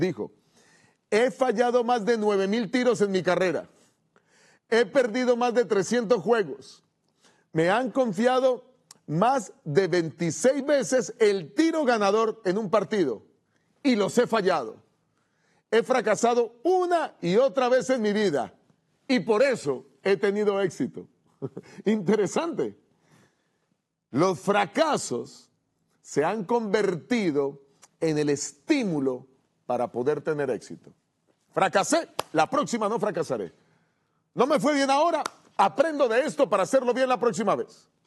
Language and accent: Spanish; Bogotá, Colombia; Hasta que tuvimos una competencia con la liga de la ciudad donde yo estudiaba, en mi país, en la ciudad de Bogotá, en Colombia.